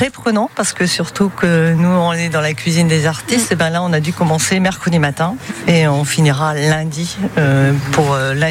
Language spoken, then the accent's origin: French; Ouessant, Brittany, France; moved away as an adult; Je suis née à Ouessant.